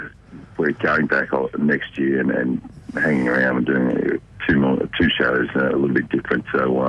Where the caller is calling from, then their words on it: Central Coast, New South Wales, Australia; Central Coast, mate. I'm sitting on my back deck.